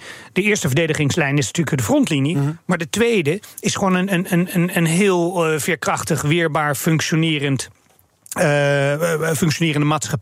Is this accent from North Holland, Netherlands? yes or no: no; Noordwijk, South Holland, Netherlands